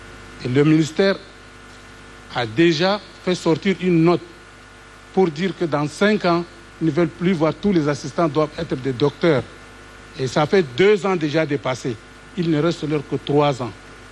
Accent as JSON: {"language": "French", "country": "Chad", "said": "en tant que Tchadien, nous avons quelque chose."}